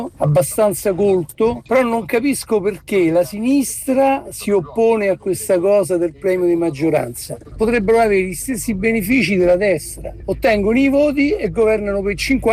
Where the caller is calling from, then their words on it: Rome, Lazio, Italy; sono … da Roma. Io non capisco, ho quasi 70 anni